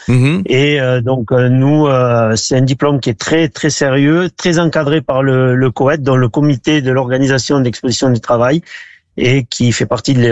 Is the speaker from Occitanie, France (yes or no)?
yes; Occitanie, France; à Perpignan, à Ponteia, juste à côté de Perpignan, un petit village, mon village natal.